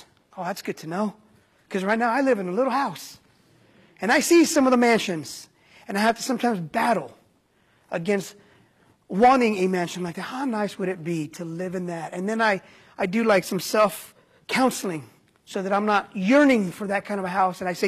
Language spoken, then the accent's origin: English; Oceano, California, United States; In Oceano, where I grew up